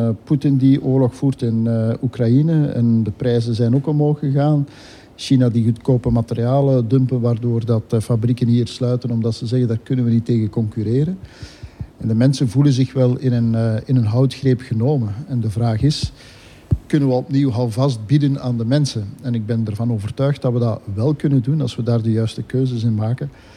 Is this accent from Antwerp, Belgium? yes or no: no; Limburg, Belgium; Ja, ik wil mezelf daar niet in opblazen, maar het is wel belangrijk voor onze provincie, omwille van een aantal redenen. Ten eerste, wij zijn de provincie van de maakindustrie in Vlaanderen.